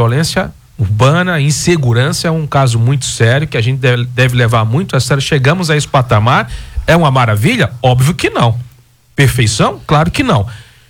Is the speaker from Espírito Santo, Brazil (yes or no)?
no; Maceió, Alagoas, Brazil; Eu sou, como todo mundo sabe, eu sou de Maceió.